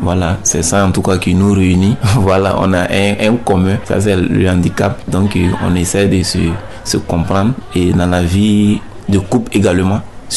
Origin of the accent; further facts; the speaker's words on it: Burkina Faso; C'est parce que chez nous, au Burkina, on ne sait pas.